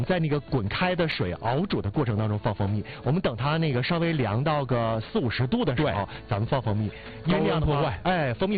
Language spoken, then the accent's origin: Chinese; Jilin, China; 那你看我是吉林的